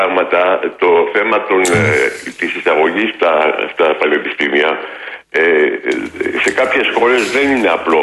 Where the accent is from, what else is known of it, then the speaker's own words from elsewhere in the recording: France; moved away as an adult; now in Greece; μεγάλωσα στη Γαλλία.